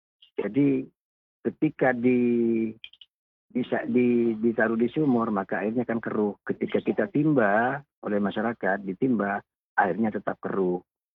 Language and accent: Indonesian; Sumenep, East Java, Indonesia; di desa kami, di Desa Montorna, Kecamatan Pasongsongan